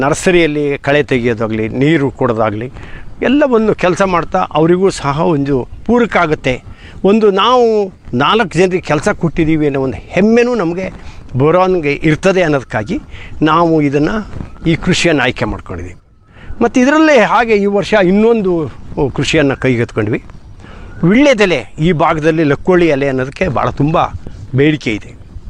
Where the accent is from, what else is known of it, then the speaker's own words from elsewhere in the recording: Koppa, Karnataka, India; ನನ್ನ ಊರು ಕೊಪ್ಪ, ಮಳ್ಳ ಗ್ರಾಮ, ಕಸಬಾ ಹೋಬಳಿ, ಸಾಗರ ತಾಲೂಕು. ನಾನೊಬ್ಬ ಕೃಷಿಕ.